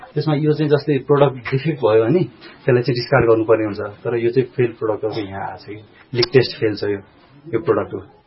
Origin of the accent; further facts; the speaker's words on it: Jumla, Karnali Province, Nepal; moved away as an adult; now in Humla, Nepal; मेरो घर चाहिँ जुम्ला हो।